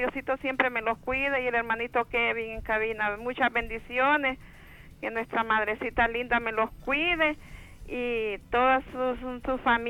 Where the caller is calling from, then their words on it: Suyapa, Francisco Morazán, Honduras; De aquí, de la aldea de Suyapa.